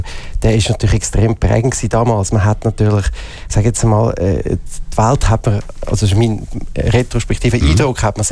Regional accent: Zurich, Switzerland; born there; Ich bin Zürcher, bin in Zürich aufgewachsen und dann in früheren Jahren ist Zürich-Oberland gezogen.

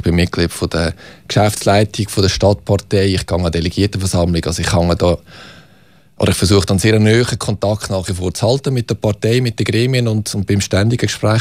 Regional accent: Lucerne, Switzerland; now in Zurich, Switzerland; In der Innerschweiz, in Luzern, in Aglo.

